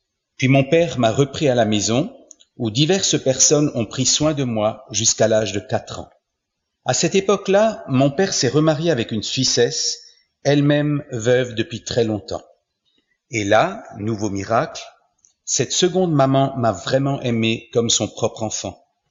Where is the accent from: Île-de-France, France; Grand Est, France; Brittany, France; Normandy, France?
Grand Est, France; Mulhouse; born there; je suis né à Mulhouse en Alsace en 1948 après la Seconde Guerre mondiale.